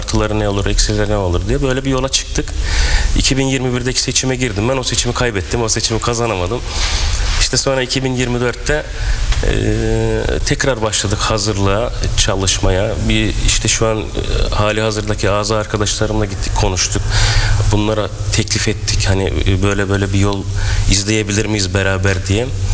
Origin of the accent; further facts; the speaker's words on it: Yenipazar, Aydın, Turkey; Doğuma büyüme Donduranlıyım. Dükkanımız da orada, iş yerimiz de orada.